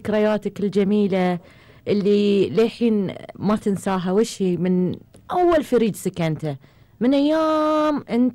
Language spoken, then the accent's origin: Arabic; Yemen; انا والله من اليمن